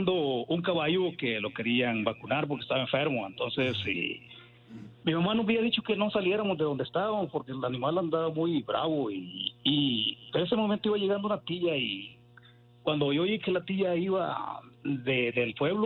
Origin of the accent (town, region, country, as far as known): Chalatenango, El Salvador